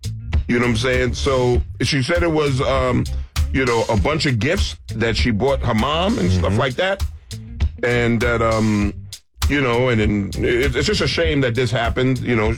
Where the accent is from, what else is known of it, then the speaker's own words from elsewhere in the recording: New York City, New York, United States; now in Atlanta, United States; I'm from Brooklyn.